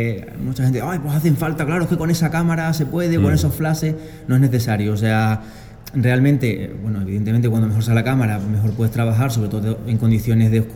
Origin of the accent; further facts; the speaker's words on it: Zalamea de la Serena, Extremadura, Spain; hace 10 años ya tengo mi empresa de fotografía en Don Benito, aunque soy natural de Zalamea.